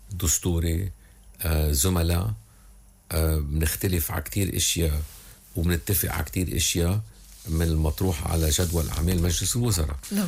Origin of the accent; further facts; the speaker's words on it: Lebanon; نحن كلبنانيين حتى الكلمات اللي بنستعملها مضللة، منقول الدولة اللبنانية